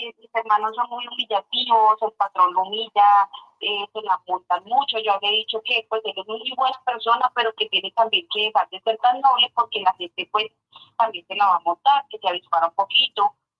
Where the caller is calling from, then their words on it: Macanal, Boyacá, Colombia; Desde Macanal, Boyacá, profe.